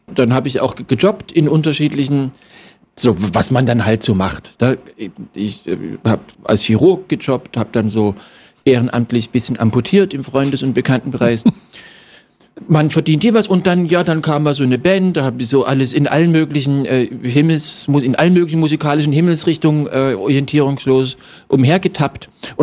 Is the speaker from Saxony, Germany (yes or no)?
yes; Dresden, Saxony, Germany; born there; Und der war lustigerweise sogar in meiner Geburtsstadt Dresden.